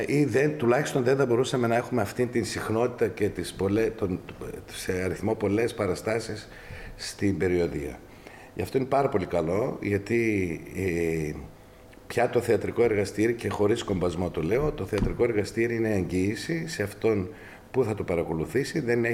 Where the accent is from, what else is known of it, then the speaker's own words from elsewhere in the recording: Eastern Macedonia and Thrace, Greece; accent: Thracian (Arvanite); Απλώς την προφορά την έχουμε φέρει στα μέτρα τα δικά μας, στα Θρακιώτικα, στα Καραγατσιανά πολλές φορές.